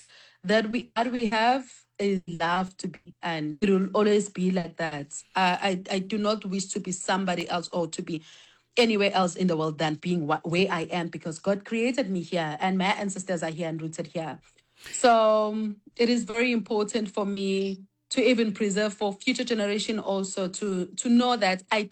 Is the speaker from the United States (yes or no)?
no; South Africa; I think as a creative being and as umZulu or a Nguni person, I was born in Nguni.